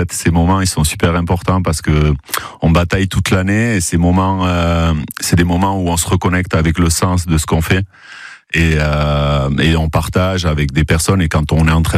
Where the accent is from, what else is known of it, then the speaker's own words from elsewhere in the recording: Ustaritz, Nouvelle-Aquitaine, France; moved away as an adult; also born or lived in Bayonne / Marseille; Je suis né à Bayonne, j'ai grandi à Ustaritz et j'ai passé une vingtaine d'années à Marseille.